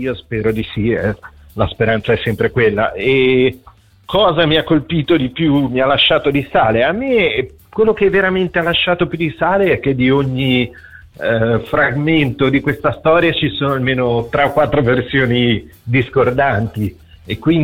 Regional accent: Genoa, Liguria, Italy; persone siamo sono di Genova, noi siamo un po' più distaccati, diciamo così.

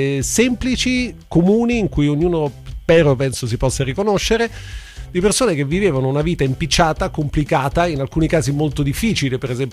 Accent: Germany; Italian is a second language; now in Italy; perché sono tedesco, ho sempre avuto un po' un complesso sulla mia conoscenza dell'italiano

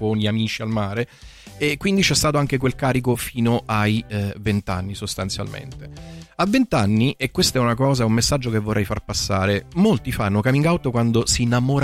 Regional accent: Avellino, Campania, Italy; io sono originario di Avellino

